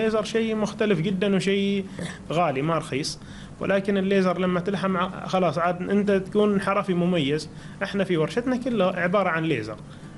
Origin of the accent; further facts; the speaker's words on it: Oman; احنا كعمانيين